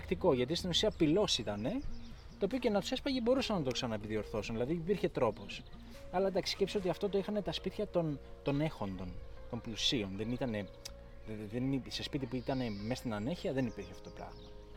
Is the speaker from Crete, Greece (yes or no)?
yes; Korona, Crete, Greece; also born or lived in Mylopotamos; Είμαι από τα δύο καλύτερα μέρη του νησιού. Είμαι από Κόρωνα και από Μιλοπόταμο.